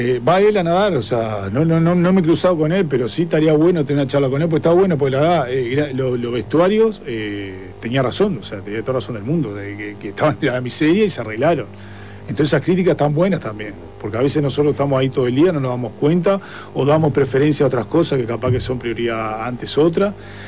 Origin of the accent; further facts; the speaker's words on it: San Carlos, Maldonado, Uruguay; Yo soy de San Carlos, cabeza. Sí. Vos sabés que soy de San Carlos.